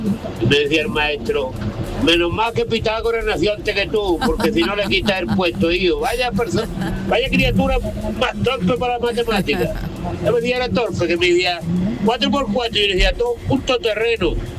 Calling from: Málaga, Andalusia, Spain; de la zona de la jerarquía malagueña, de Almayante.

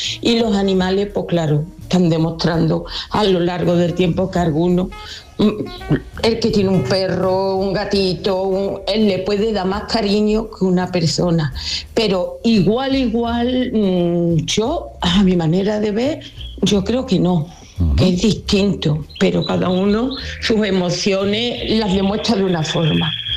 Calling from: Dos Hermanas, Andalusia, Spain; de Dos Hermanas.

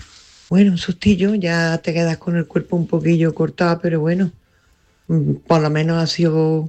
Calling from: Córdoba, Andalusia, Spain; de Córdoba.

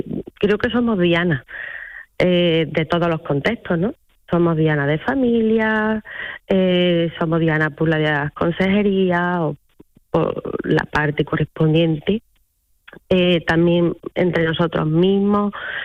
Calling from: Fernán Núñez, Andalusia, Spain; yo soy de un pueblo de la campiña cordobesa. Concretamente, soy de Fernán Núñez.

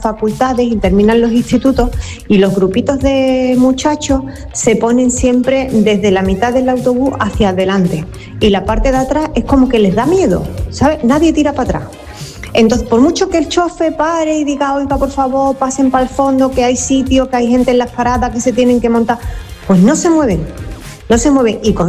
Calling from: Seville, Andalusia, Spain; yo cojo mucho los autobuses de Tucson aquí en Sevilla.

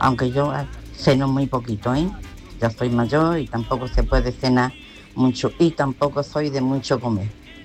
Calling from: Alcalá, Spain; Un saludo, buenas tardes. … de Alcalá.

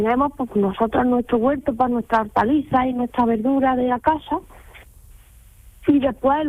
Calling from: Canillas, Andalusia, Spain; yo vivo en una aldea de Canillas que se llama Cantarrana.

